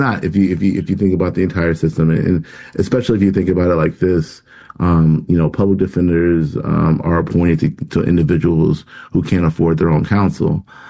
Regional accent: Chicago, Illinois, United States; I was born in South Shore and raised in West Plumman and currently reside in Morgan Park.

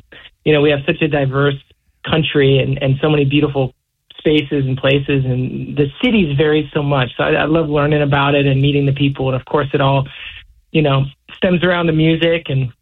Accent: Hawaii, United States; also born or lived in Seattle; When I moved to Hawaii when I was, summer before fifth grade. So I was actually born in Seattle.

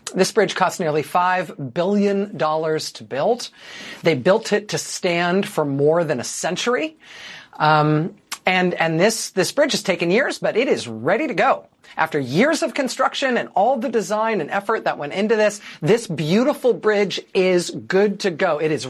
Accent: California, United States; I grew up in the East Bay in Northern California when I was a little kid.

